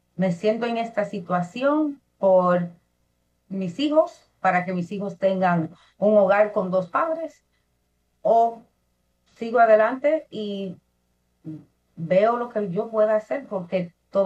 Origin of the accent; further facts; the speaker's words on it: Dominican Republic; Bueno, siendo dominicana y en la cultura hispana, siempre estamos unidos, siempre estamos en comunidad, estamos en familia.